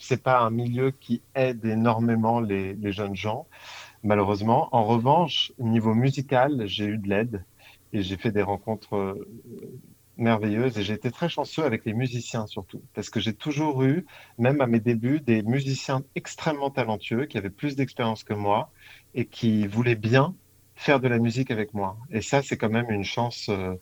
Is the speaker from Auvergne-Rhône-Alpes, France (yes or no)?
no; Paris, Île-de-France, France; born there; Paris, Paris, je suis né à Paris.